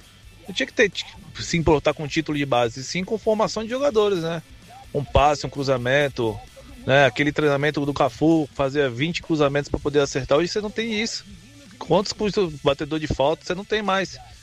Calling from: Guarujá, São Paulo, Brazil; do Guarujá Santista.

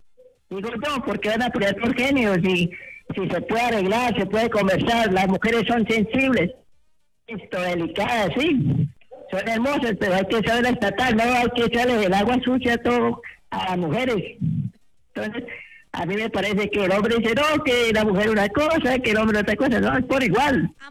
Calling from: Dubai, United Arab Emirates; Te hablo de Dubái.

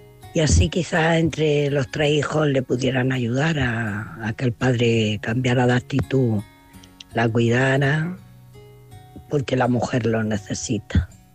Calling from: Almería, Andalusia, Spain; corresponsal de Almería.

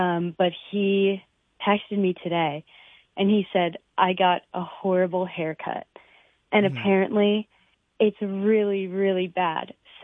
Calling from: Syracuse, New York, United States; I'm calling from Syracuse, New York

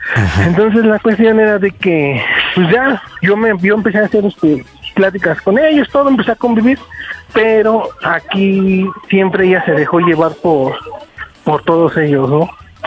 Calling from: Mexico City, Mexico; 33 y aquí de la Venustiano Carranza.

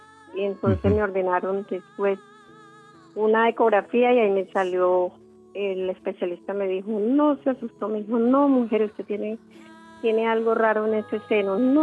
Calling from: Ibagué, Tolima, Colombia; De Ibagué

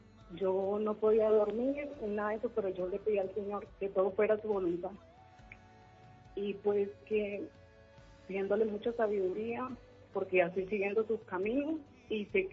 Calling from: Bogotá, Colombia; aquí en Bogotá.

